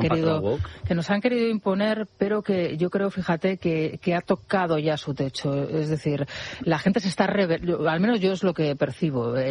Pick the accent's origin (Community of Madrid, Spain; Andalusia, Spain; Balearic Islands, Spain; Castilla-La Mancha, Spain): Community of Madrid, Spain; Madrid; porque somos muchos los madrileños y mucha gente del entorno urbano que acude a estos lugares